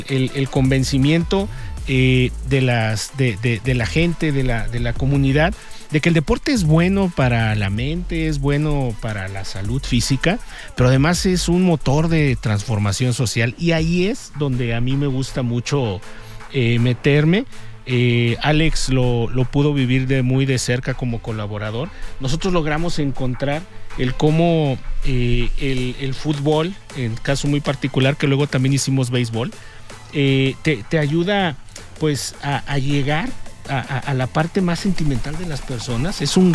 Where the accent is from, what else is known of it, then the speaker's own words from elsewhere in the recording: Irapuato, Guanajuato, Mexico; Yo soy de Irapuato, ya me considero de aquí, hoy desempeño una función en gobierno del estado.